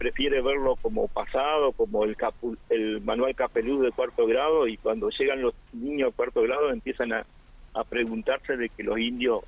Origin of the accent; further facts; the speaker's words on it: Puerto Santa Cruz, Santa Cruz, Argentina; micrófono que no nací en Puerto Santa Cruz, pero cuando llegué en el 80, yo llegué en febrero, marzo, y por eso nombro tanto al Calpelú, llegué en cuarto grado